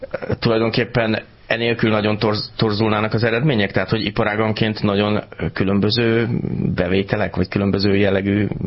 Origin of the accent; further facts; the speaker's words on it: Zalaegerszeg, Zala, Hungary; ugye én zalaegerszegi származású vagyok